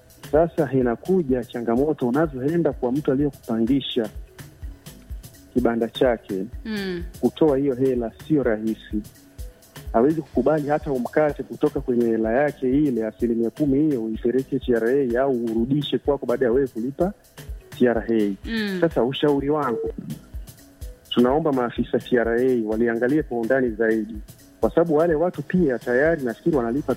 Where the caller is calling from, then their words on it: Mafinga, Iringa, Tanzania; Sitapenda kutaja jina, lakini natokea Mafinga.